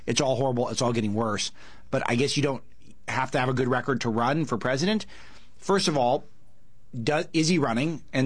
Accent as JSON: {"language": "English", "region": "California", "country": "United States", "said": "I find him unendlessly frustrating here as a Californian"}